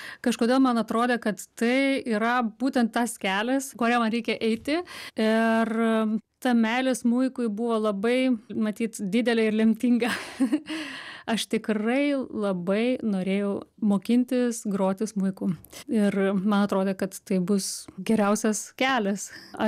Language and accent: Lithuanian; Pasvalys, Panevėžys County, Lithuania; also born or lived in Tetervinai; Nors aš gimiau taip pačiam Pasvaly, ten tie patys pirmieji meteliai buvo miestelėje pačiame, o tada jau pavyko susigražinti mano senelių statytus namus. Mes išsikrausim jau į Tetervinus.